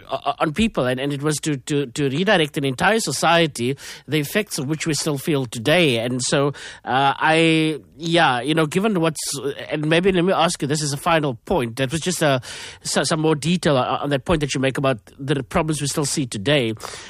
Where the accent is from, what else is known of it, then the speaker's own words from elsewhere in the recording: Cape Flats, Western Cape, South Africa; growing up in the Cape Flats, you'd have heard, you know, at some stage of your life, how there's, you know, always an uncle that's, you know, addicted to buttons, mandrax.